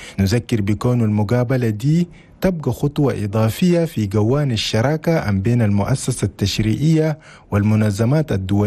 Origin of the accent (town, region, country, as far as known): Chad